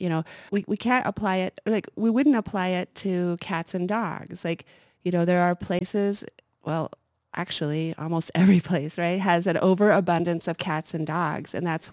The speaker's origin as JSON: {"language": "English", "town": "Missoula", "region": "Montana", "country": "United States", "tie": "born or raised there", "said": "I grew up in Missoula"}